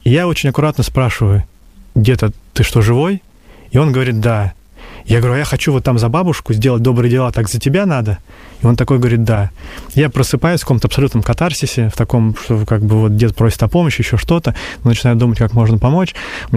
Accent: Inzhavino, Tambov Oblast, Russia; now in Moscow, Russia; я упоминаю, что я из Тамбовской области, он говорит: «О, из Тамбова откуда? Инжавина знаешь?» Я говорю: «Инжавина знаю, я оттуда родом».

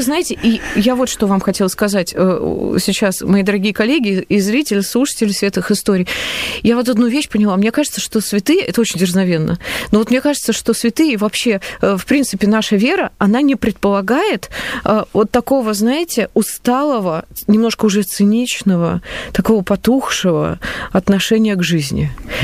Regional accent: Moscow, Russia; мы из Москвы.

